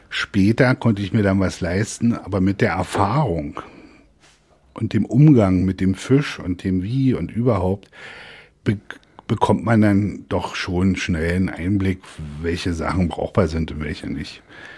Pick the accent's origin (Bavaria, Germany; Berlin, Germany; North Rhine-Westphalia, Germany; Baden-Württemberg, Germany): Berlin, Germany; Wir haben ja als Berliner den riesen Vorteil, Berlin und Brandenburg um die Ecke zu haben.